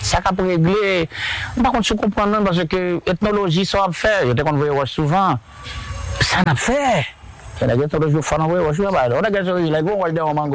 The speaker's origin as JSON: {"language": "French", "country": "Haiti", "said": "Parce que nous sommes tous des Haïtiens."}